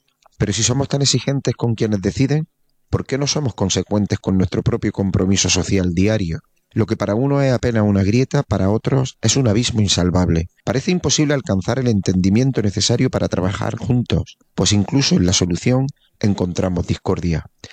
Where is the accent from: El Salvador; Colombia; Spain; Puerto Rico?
Spain; Andalusia; recordar el lema que nos define como andaluces, sea por Andalucía Libre, España y la humanidad.